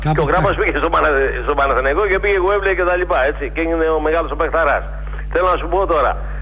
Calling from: Greece

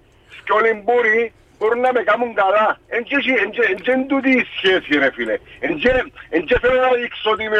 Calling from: Cyprus; είμαι που τον Άγιο Ελευθέριο

